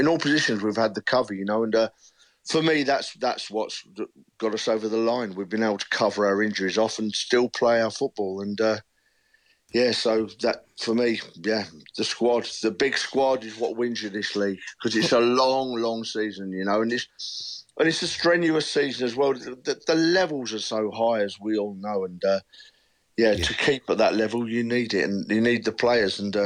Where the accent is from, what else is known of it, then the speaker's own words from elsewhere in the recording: London, United Kingdom; moved away as an adult; I live outside London now, so I was born and raised in North London, but I'm outside London now